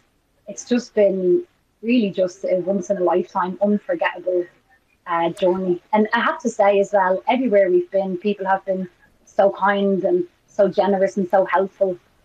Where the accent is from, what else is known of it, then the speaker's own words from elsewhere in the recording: Ireland; I'm Irish, and so I come from a small nation myself